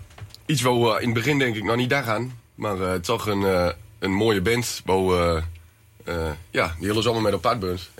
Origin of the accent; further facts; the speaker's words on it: Overijssel, Netherlands; Ik kom uit Hoeve.